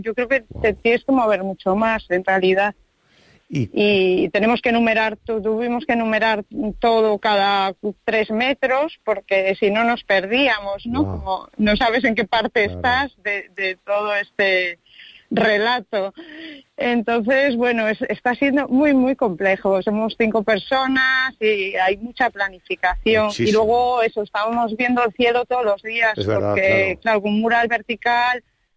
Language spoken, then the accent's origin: Spanish; Galicia, Spain; si somos gallegos de costa, la vamos a tener aquí muy fácil.